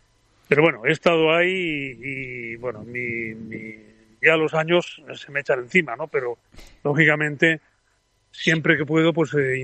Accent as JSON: {"language": "Spanish", "region": "Basque Country", "country": "Spain", "said": "Venimos de Álava, ¿no?"}